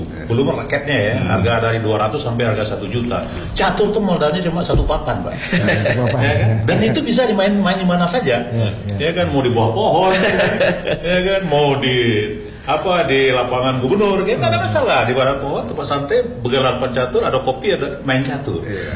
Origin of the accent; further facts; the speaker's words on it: Surakarta, Central Java, Indonesia; now in Jambi, Indonesia; Sementara saya di kampung saya, kota Solo itu punya gor sendiri.